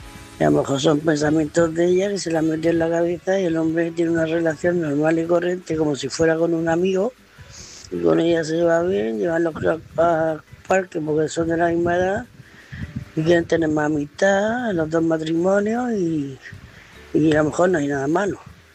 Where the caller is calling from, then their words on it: Murcia, Region of Murcia, Spain; de Murcia, corresponsal de Murcia.